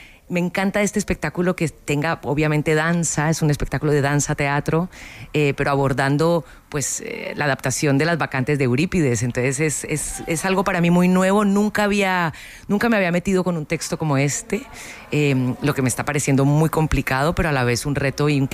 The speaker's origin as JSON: {"language": "Spanish", "country": "Colombia", "said": "ella es canaria, yo soy colombiana"}